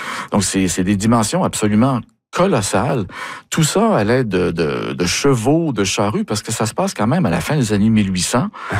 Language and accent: French; Moncton, New Brunswick, Canada; l'histoire commence dans la maison de mon enfance à Moncton, à Sunnybury